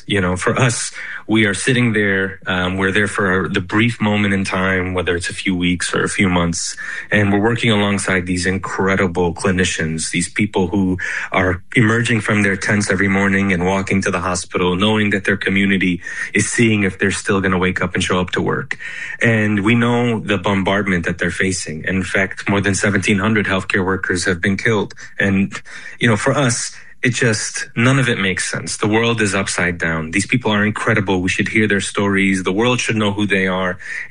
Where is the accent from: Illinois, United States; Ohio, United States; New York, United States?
Illinois, United States; Chicago; born there; Because I was born in Chicago. I'm able to leave this war zone.